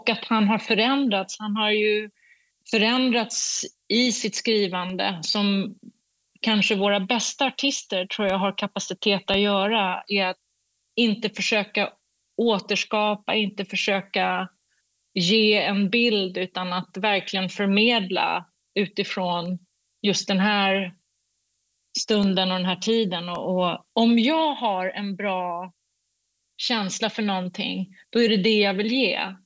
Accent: Sweden; och han är från Kanada och jag är från Sverige, och han är född närmare min mamma än mig. Vi har olika kultur, olika religion.

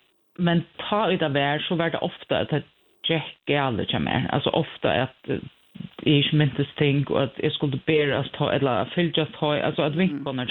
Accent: Klaksvík, Norðoyar, Faroe Islands; och jag kommer från Klagsvik. Jag är 48, akkurat nu

